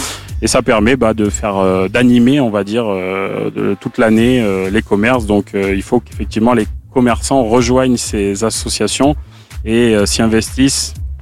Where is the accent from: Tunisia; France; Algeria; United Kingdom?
France; Aurillac, Auvergne-Rhône-Alpes; Donc, je suis originaire du Cantal. J'ai grandi en plus juste au-dessus.